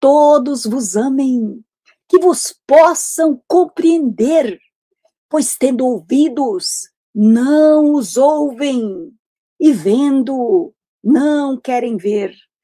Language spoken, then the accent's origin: Portuguese; Caieiras, São Paulo, Brazil; Bom dia, sou de Caieiras, São Paulo.